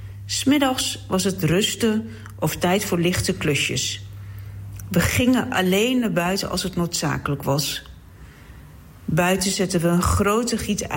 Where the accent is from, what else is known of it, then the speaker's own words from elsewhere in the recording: Mardin, Turkey; now in Netherlands; mijn geboorteplaats Mardin in het zuidoosten van Turkije. Daar kenden wij in de zomer alleen maar tropische dagen, soms boven de 40 graden